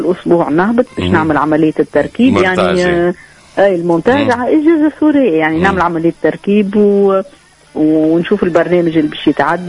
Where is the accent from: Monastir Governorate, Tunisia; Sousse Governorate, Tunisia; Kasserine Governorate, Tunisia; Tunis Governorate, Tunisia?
Sousse Governorate, Tunisia; Sousse; احنا من سوسة يعني من الساحل